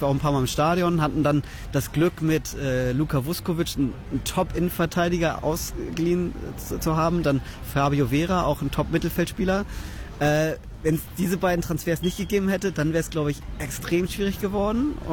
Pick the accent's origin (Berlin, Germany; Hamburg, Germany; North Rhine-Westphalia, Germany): Hamburg, Germany; Olympische Spiele in Deutschland und dann noch in meiner Heimatregion in Hamburg.